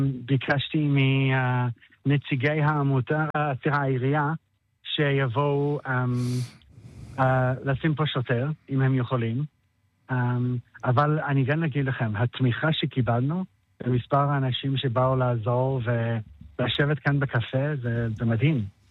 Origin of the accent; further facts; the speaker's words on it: Jerusalem, Jerusalem District, Israel; אני ירושלמי